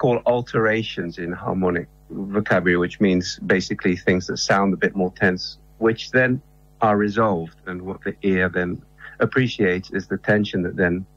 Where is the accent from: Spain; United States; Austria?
Spain; So I grew up in Spain. My mother's English, though, hence the accent.